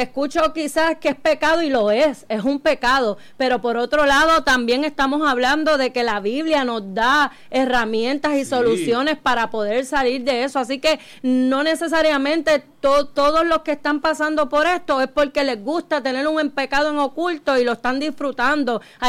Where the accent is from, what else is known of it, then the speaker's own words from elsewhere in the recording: Puerto Rico; porque nosotros conocemos, o porque nos han hablado, porque somos puertorriqueños, ya todo el mundo sabe y conoce.